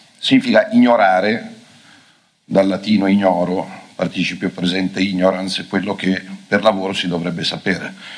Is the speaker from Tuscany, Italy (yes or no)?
no; Lombardy, Italy